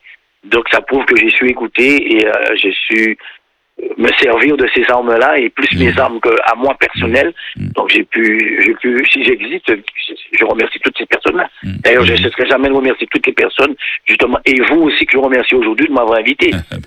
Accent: Saint-Claude, Guadeloupe; now in near Paris, France; je suis né à Saint-Claude. Moi, je suis un vrai Saint-Claudien. J'habitais tout en bas de la Soufrière.

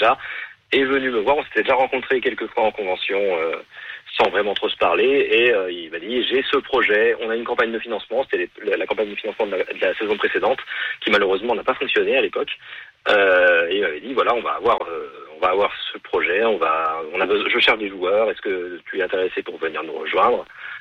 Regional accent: France; Je pense que tu te trompes, je suis français.

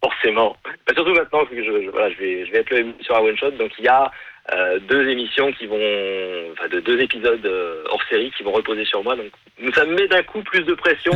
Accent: France; now in Paris, France; je suis français.

